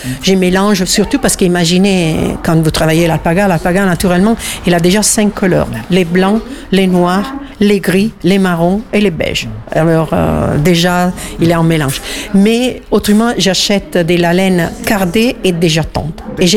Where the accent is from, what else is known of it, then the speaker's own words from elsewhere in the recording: Italy; French is a second language; now in France; Alors, comme évident dans mon prononciation, je ne suis pas française, je suis italienne.